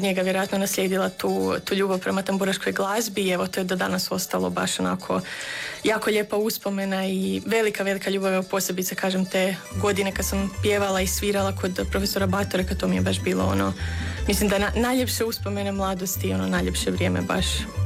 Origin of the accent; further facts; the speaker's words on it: Daruvar, Bjelovar-Bilogora County, Croatia; now in Osijek, Croatia; Ja sam evo, ja dolazim inače iz Daruvara, iz Bjelovarsko-bilogorske županije